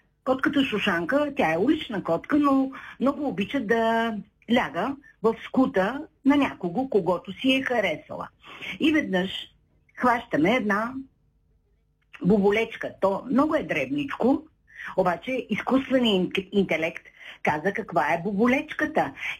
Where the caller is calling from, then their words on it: Shumen, Shumen Province, Bulgaria; съм от Шумен.